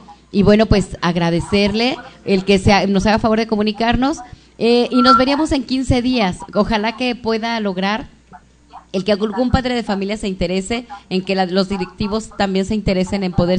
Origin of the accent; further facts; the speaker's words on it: Santa Ana Maya, Michoacán, Mexico; mis parientes, mis paisanos de lo que es Santa La Maya. … de Santa La Maya.